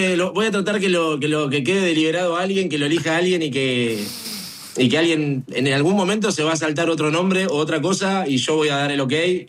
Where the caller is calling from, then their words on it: La Plata, Buenos Aires Province, Argentina; Soy de La Plata, de Citibel.